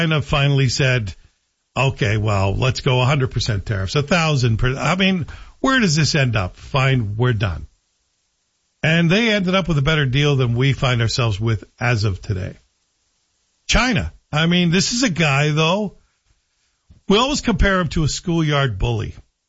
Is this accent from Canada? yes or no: yes; Canada; We're Canadian.